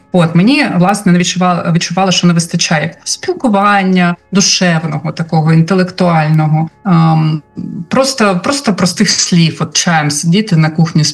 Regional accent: Kharkiv, Kharkiv Oblast, Ukraine; moved away; Я харків'янка, яка вже давно живу не в Харкові

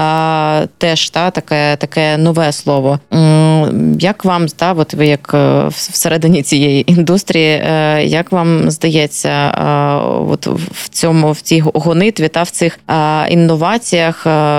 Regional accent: Luhansk Oblast, Ukraine; moved away; про мою рідну Луганщину

